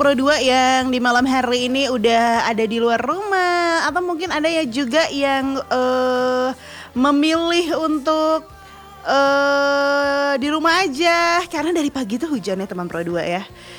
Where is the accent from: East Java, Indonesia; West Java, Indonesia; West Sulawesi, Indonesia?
West Java, Indonesia; Bandung; born there; now in Jayapura, Indonesia; kayak mengingatkan aku sama kota kelahiranku yaitu Bandung.